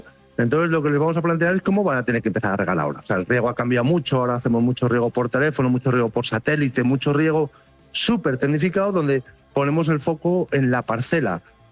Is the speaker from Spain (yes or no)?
yes; León, Castile and León, Spain; vamos a ponerlo primero aquí en León, coño, que somos de León.